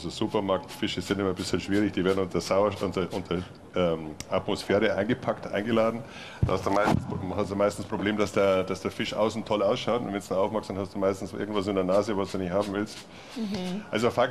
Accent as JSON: {"language": "German", "region": "Bavaria", "country": "Germany", "moved": "as an adult", "lives_now": "Dresden, Germany", "said": "Ich komme aus Bayern, komme aus dem Bayerischen Wald, am Rand vom Bayerischen Wald und bin jetzt mittlerweile seit 31 Jahren hier in Dresden auch."}